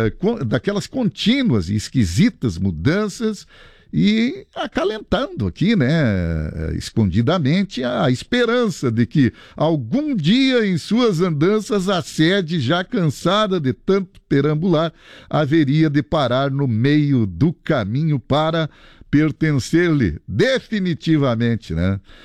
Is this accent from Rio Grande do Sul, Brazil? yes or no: yes; São Gabriel, Rio Grande do Sul, Brazil; now in Chapecó, Brazil; lá de São Gabriel, da minha terra